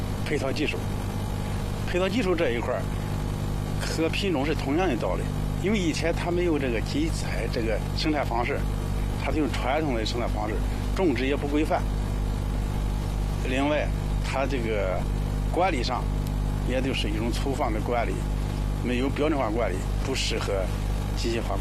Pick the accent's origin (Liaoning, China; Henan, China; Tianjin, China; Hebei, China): Hebei, China; 首先是咱们河北人省来说，种植规模都比较小